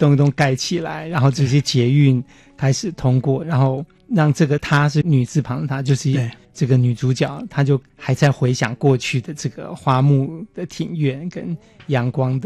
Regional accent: Taipei, Taiwan; 身为台北人，哦，可能很熟悉丽水街，很熟悉这样的景况

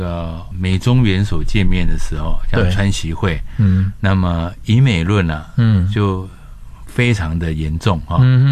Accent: Taiwan

